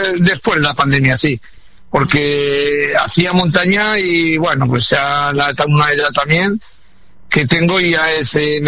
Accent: Aragon, Spain; born there; now in Barbastro, Spain; me voy a un pueblo que tengo al lado, que tengo una casa ahí, desde donde nací yo, esa Zara, está a 15 kilómetros.

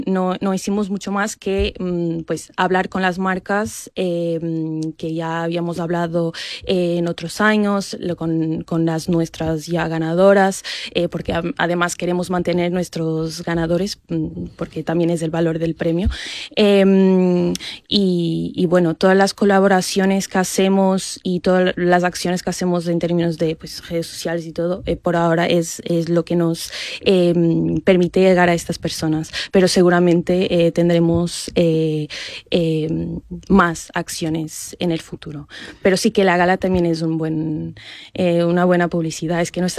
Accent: Portugal; Spanish is a second language; moved away; Que soy portuguesa, sí.

